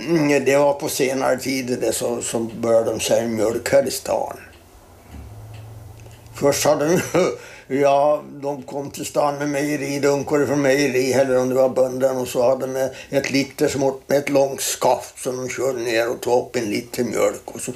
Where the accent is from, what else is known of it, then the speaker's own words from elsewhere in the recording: Sweden; Jag är född på Skobholm, och då var det Uvenholme då. Men det är ju vägar överallt dit ut nu, så att det hör ju till fasta hamnen, kan man säga.